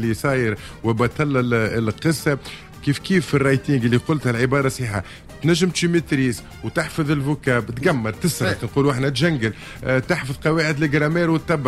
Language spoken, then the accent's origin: Arabic; Tunisia; عندنا في تونس